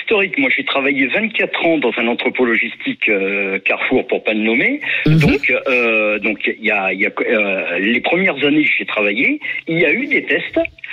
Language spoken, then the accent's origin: French; Tourcoing, Hauts-de-France, France; now in Malemort, France; moi j'ai vécu mon enfance à Tourcoing.